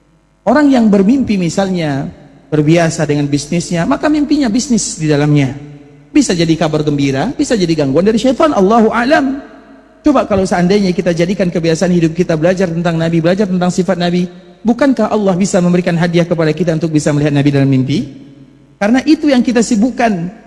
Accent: Indonesia; kita berasal dari Indonesia.

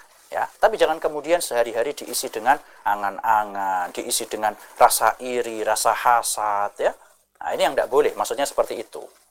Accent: Indonesia; kenapa kok kita dilahirkan jadi orang Indonesia?

